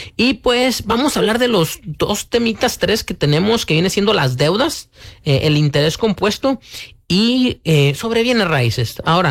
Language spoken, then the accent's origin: Spanish; Mexico; now in United States; yo amo mi México, soy mexicano, pero estoy mejor aquí